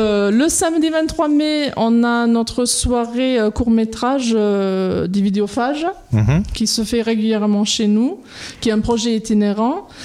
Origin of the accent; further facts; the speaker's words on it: England, United Kingdom; French is a second language; now in France; En fait, je suis à la base anglaise. Vous l'entendez peut-être dans mon petit accent.